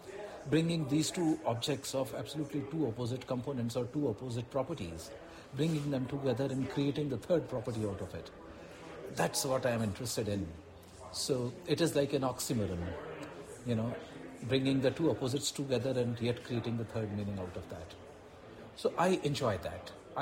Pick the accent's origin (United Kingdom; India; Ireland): India; I'm an artist from India. I live in Delhi